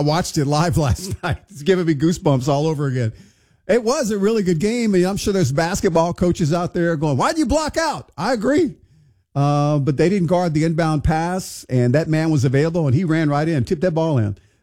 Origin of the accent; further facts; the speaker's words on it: Texas, United States; Texas is my home state